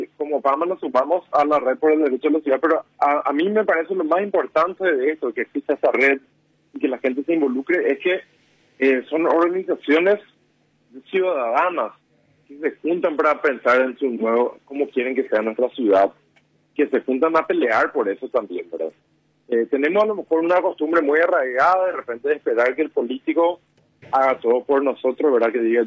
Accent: Paraguay; A pesar de todos los dolores que sufrimos como paraguayos

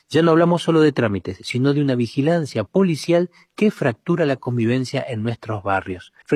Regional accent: Argentina

